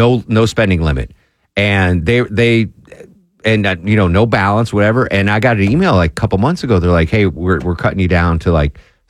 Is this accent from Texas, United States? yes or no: no; Connecticut, United States; now in Atlanta, United States; I didn't get a palate for biscuits until I moved to Atlanta in 96. Growing up in Connecticut, the only biscuit I ever had was at KFC.